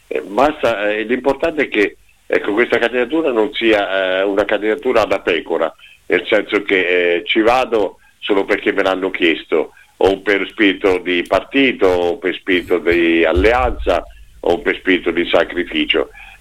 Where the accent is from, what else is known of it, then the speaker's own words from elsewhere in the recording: Perugia, Umbria, Italy; Sempre in mezzo io, che non sono di Macerata ma sono di Perugia.